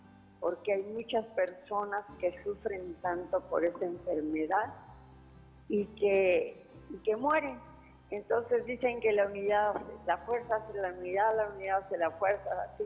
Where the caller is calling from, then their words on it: San Luis Potosí, Mexico; en San Luis Potosí